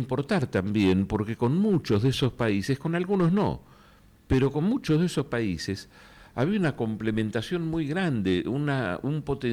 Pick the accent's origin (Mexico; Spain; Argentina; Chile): Argentina; Pensemos el bien nuestro y qué nos conviene a nosotros como argentinos, ¿no?